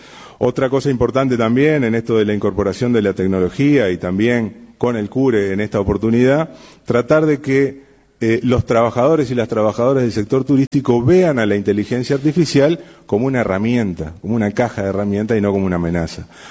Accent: Salto, Uruguay; cuando éramos chicos en Salto, recuerden que yo soy de Salto

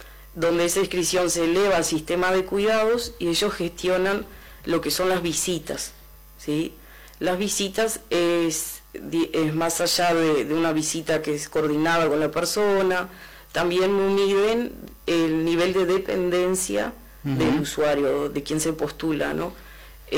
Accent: Tranqueras, Rivera, Uruguay; todos los funcionarios que hoy contemplan el equipo de trabajo somos de Tranqueras.

